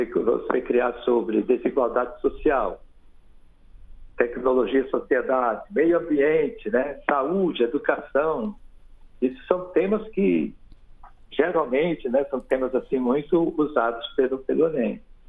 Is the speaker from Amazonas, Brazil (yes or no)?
yes; Manaus, Amazonas, Brazil; Eu sou amazonense, da cidade de Manaus mesmo, tá certo? Então tenho muito orgulho do meu estado